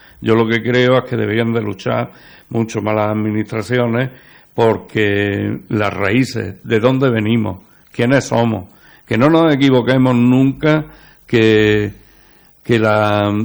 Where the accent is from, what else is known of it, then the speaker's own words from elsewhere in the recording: Villanueva de Tapia, Andalusia, Spain; Nosotros somos malagueños, pero nos sentimos cordobeses y un poco también granaínos